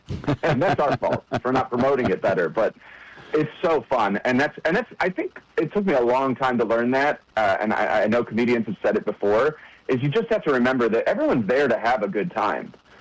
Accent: Ohio, United States; but I'm from Ohio, so I knew all about him, like, far in advance.

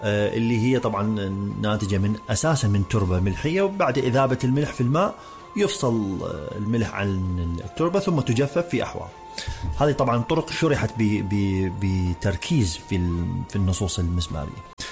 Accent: Iraq

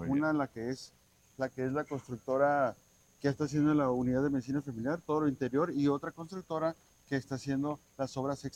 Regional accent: Mexicali, Baja California, Mexico; Soy de Mexicali.

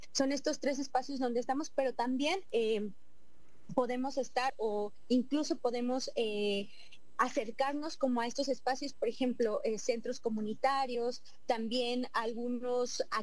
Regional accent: Mexico; nosotras y nosotros como mexicanos

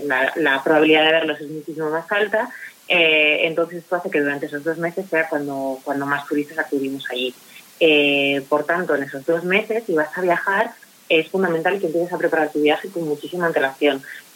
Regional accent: Asturias, Spain; moved away as an adult; also born or lived in Bilbao; now in Madrid, Spain; Soy nacida en Bilbao, criada en Asturias y llevo viviendo en Madrid 12 años, así que ya no sé de dónde soy. Soy un poco de cada sitio.

